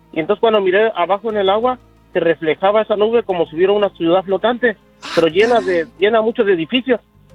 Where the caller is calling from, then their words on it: San Jose, California, United States; Aquí vivo en San José